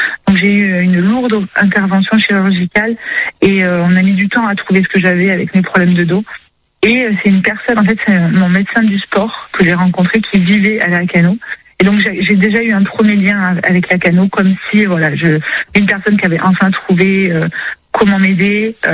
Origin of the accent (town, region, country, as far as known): Avignon, Provence-Alpes-Côte d'Azur, France